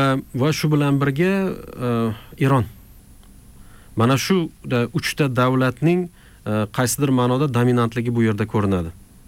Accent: Khorezm Region, Uzbekistan; Nima Sanjarbek, men o'z Xorazmdanman-ku. Urganch shevasi bilan Azerbayjon tili o'rtasida deyarli farq yo'q.

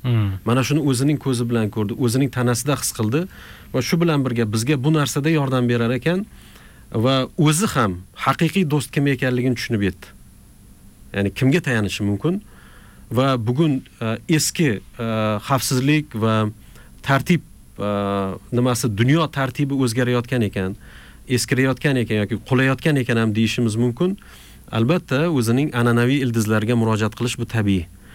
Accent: Khorezm Region, Uzbekistan; Nima Sanjarbek, men o'z Xorazmdanman-ku. Urganch shevasi bilan Azerbayjon tili o'rtasida deyarli farq yo'q.

